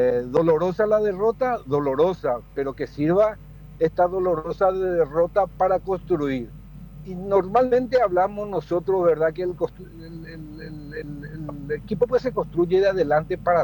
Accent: Paraguay; nosotros como paraguayos

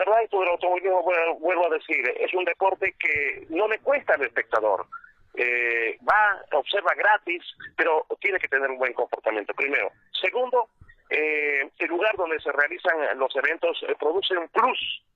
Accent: Santa Cruz de la Sierra, Santa Cruz, Bolivia; Yo vengo de Santa Cruz, Bolivia

